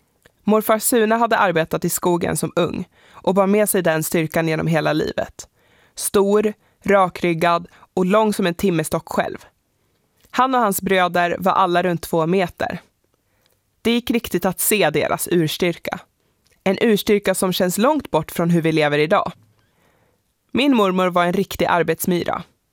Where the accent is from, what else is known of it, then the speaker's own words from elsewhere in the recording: Västerbotten County, Sweden; born there; moved away; Jag är född i södra Lappland. Mammas sida familjen kommer ifrån de små byarna Långstrand utanför Vilhelmina och Långsjöby utanför Storuman.